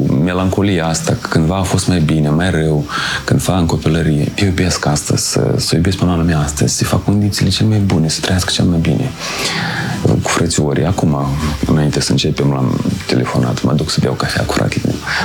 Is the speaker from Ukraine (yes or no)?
no; Moldova; moved away; also born or lived in Saint Petersburg / London; ca moldoveni